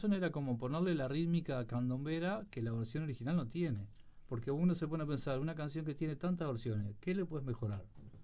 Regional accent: San José de Mayo, San José, Uruguay; Yo soy de San José, me crié en San José de Mayo.

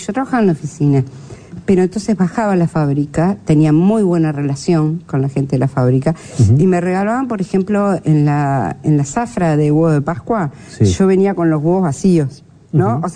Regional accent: Piriápolis, Maldonado, Uruguay; moved away; hice ballet en mi pueblo natal o de infancia.

